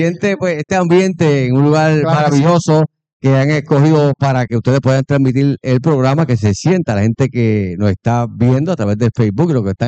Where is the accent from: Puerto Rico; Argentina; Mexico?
Puerto Rico; Añasco; estamos aquí, en el centro, en el corazón de nuestro pueblo de Añasco, en vivo